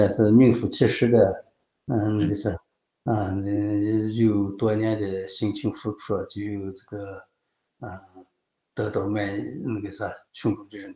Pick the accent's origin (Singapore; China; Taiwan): China; 我是土生土长的腰丹子人，生在这里，长在这个地方